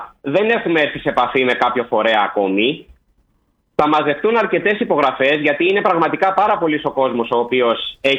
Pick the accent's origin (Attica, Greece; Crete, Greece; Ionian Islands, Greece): Ionian Islands, Greece; Corfu; Είμαστε νησιώτες αν μη τι άλλο.